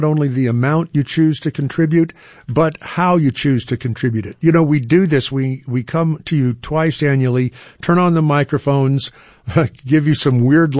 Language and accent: English; Los Angeles, California, United States; I grew up in the Congregational Church in Woodland Hills, California.